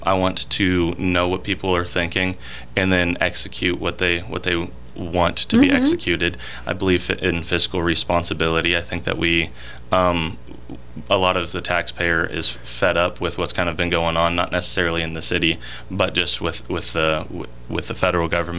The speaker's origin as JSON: {"language": "English", "town": "Harrison", "region": "Arkansas", "country": "United States", "tie": "born there", "said": "my dad's here, my stepmom's here, my family's been from here. I was born here in Harrison, and so I just love this place."}